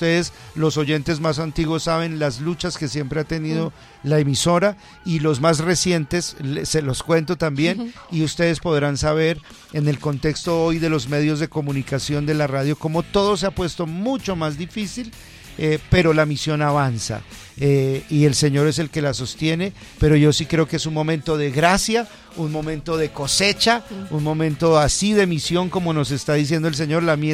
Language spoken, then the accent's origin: Spanish; Colombia; yo soy también colombiano y desde acá escucho el programa, me parece espectacular, maravilloso.